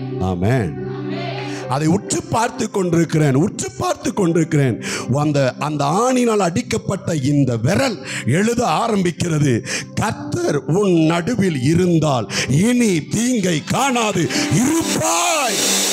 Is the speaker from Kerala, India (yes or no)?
yes; Kerala, India; moved away; என்னோட சொந்த ஊர் கேரளா பக்கத்தில் இருக்குதான ஒரு சின்ன ஊர் கிராமம்